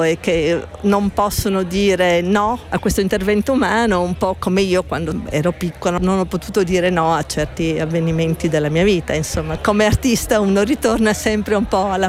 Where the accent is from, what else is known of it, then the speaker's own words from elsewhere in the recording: Gorizia, Friuli-Venezia Giulia, Italy; also born or lived in Brazil / Turin; io sono partita appunto da Gorizia, poi sono stata nella mia infanzia per una questione familiare in Brasile e poi mi sono laureata in informatica a Torino.